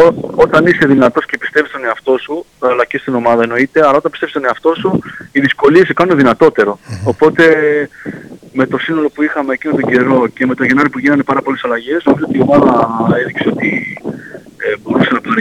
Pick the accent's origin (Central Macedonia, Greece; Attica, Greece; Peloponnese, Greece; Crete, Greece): Crete, Greece; Heraklion; επειδή είμαι Ηρακλειώτης και είμαι από εδώ